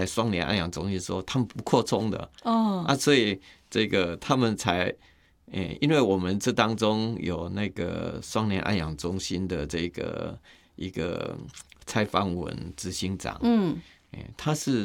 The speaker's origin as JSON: {"language": "Chinese", "town": "Puzi", "region": "Chiayi County", "country": "Taiwan", "tie": "born or raised there", "moved": "yes", "said": "在嘉义县埔子镇"}